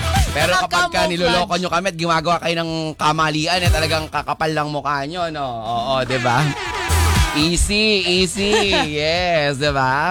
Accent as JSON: {"language": "Tagalog", "area": "Cavite", "region": "Calabarzon", "country": "Philippines", "tie": "born there"}